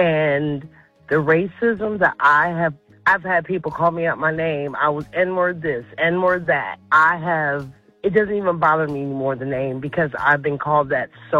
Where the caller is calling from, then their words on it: Akron, Ohio, United States; I'm calling from Akron, Ohio. I've worked in nursing homes since I was 18 years old. I'm 48 now.